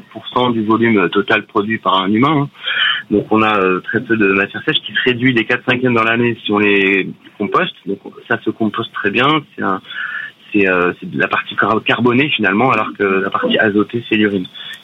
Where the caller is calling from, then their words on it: Nouvelle-Aquitaine, France; moi, je suis au Pays Basque.